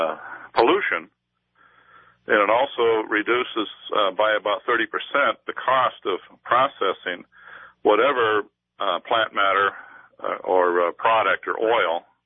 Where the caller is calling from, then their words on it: Iowa, United States; Hi, this is … from Iowa.